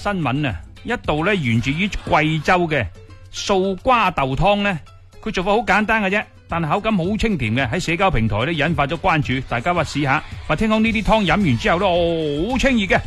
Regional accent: Guangdong, China; 咁我哋广东人咧，亦都有解暑汤嘅

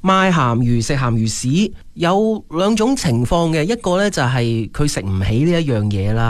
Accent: Guangdong, China; 其实呢句俗语咧都几反映到我哋广东人务实嘅精神啦。

